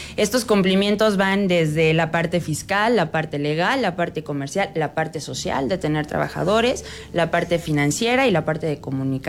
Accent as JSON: {"language": "Spanish", "country": "Mexico", "said": "el punto bueno es que somos muchos mexicanos y el SAT todavía no tiene tanto alcance"}